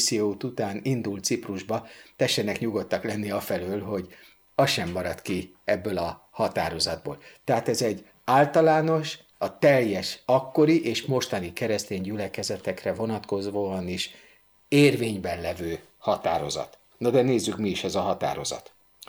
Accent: Újpest, Budapest, Hungary; Annak idején én Újpesten nevelkedtem, és volt egy csúnya mondás, ami azt jelenti, hogyha az állami áruháznál, ami Újpest centrumában volt, fékezett egy autó

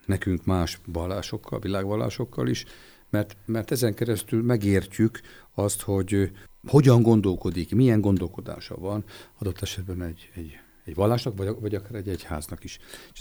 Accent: Libya; beszélek arabul is, én Líbiában nőttem föl, ott dolgoztak a szüleim, és emiatt az arab nyelvet is megtanultam

